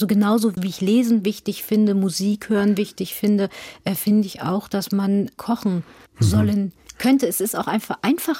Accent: Lower Saxony, Germany; Ich bin in Niedersachsen zur Schule gegangen.

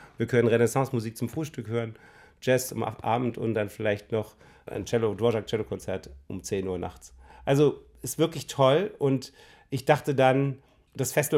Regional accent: Germany; Und das ist so typisch britisch. Das können wir eigentlich nicht als Deutsche.

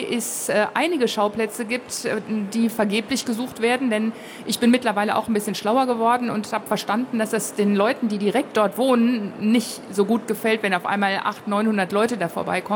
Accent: Hesse, Germany; kleinen Dörfchen, die wunderschönen Landschaften, die tiefen Wälder. Und das ist natürlich nicht nur meine Heimat, sondern eben auch eine ganz großartige Kulisse für meine Krimis

